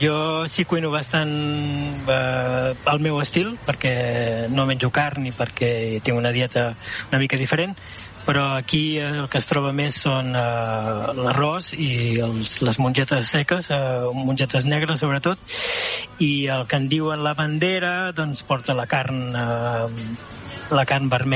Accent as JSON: {"language": "Catalan", "region": "Catalonia", "country": "Spain", "moved": "as an adult", "lives_now": "Caribbean", "said": "a mi com a català"}